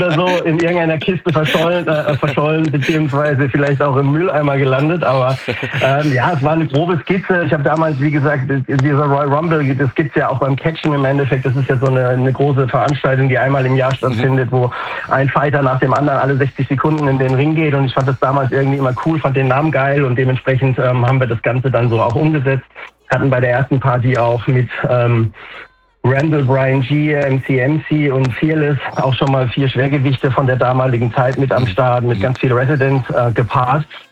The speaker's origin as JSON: {"language": "German", "town": "Heidelberg", "region": "Baden-Württemberg", "country": "Germany", "tie": "born there", "said": "Das ist in Heidelberg, in der Halle 02. Ich bin gebürtiger Heidelberger."}